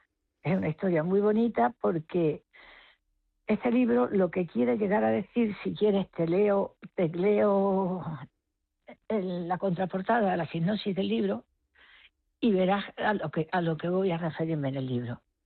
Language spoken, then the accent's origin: Spanish; Ceuta, Spain; me han dicho que eres de Ceuta. Y digo: sí